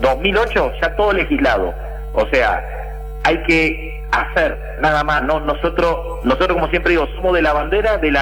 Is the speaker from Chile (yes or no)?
no; Santa Fe, Argentina; Yo soy de Santa Fe Capital.